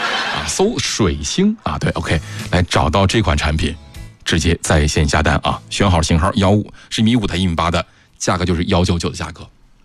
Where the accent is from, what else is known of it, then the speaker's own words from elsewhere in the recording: Hailar, Inner Mongolia, China; now in Hubei, China; 我就是海拉尔长大的孩子。